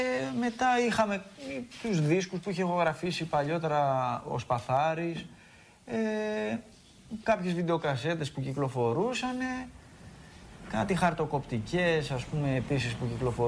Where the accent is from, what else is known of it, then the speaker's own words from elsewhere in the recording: Aridaia, Central Macedonia, Greece; Εγώ είμαι από την Αριδαία του νομού Πέλλας. Κατάγομαι από εκεί.